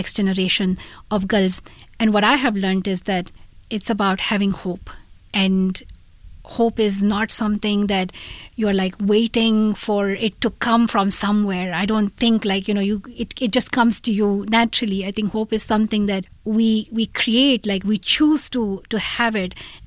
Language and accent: English; Pakistan; I was reflecting on the school recess time for me growing up in Pakistan.